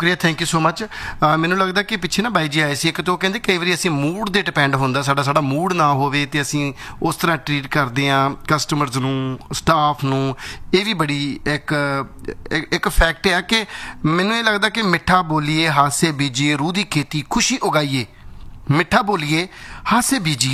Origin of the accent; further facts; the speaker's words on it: Punjab, India; born there; ਕਈ ਵਾਰੀ ਅਸੀਂ ਹੁਣ ਅਸੀਂ ਪੰਜਾਬ ਦੇ ਜੰਮੇ ਹਾਂ ਸਾਡੇ ਕੋਲ ਉਹ ਪੰਜਾਬੀ ਦੇ ਲਫ਼ਜ਼ ਨਹੀਂ ਹੈਗੇ